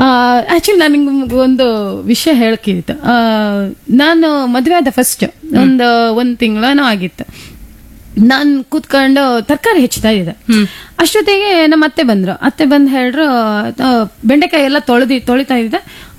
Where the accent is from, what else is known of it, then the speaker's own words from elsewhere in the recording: Mangalore, Karnataka, India; accent: Mangalore Kannada; first language Kannada; moved away as an adult; now in Kundapura, India; ನಾವು ಮಂಗಳೂರಿನವರು